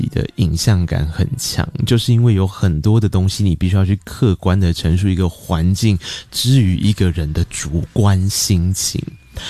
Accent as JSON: {"language": "Chinese", "region": "Tainan", "country": "Taiwan", "said": "我台南人。"}